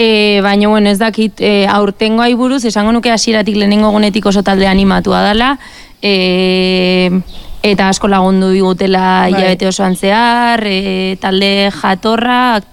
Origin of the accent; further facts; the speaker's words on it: Tolosa, Basque Country, Spain; Tolosarra naiz ni, eta Tolosako ba, euskararen historia